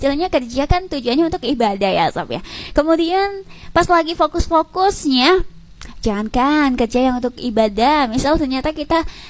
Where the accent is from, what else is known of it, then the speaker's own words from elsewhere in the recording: Lamongan, East Java, Indonesia; kita sebagai warga Lamongan pun warga Indonesia